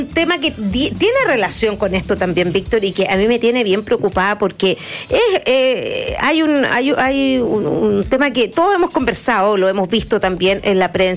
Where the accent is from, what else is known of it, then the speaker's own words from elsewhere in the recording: Chile; Uno cuando ha viajado en todas partes, uno dice, soy chileno, y te dicen, ¡ah, vino!